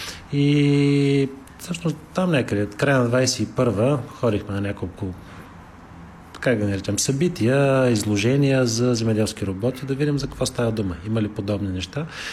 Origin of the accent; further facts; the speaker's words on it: Gabrovo Province, Bulgaria; Ние сме от Габрово, между другото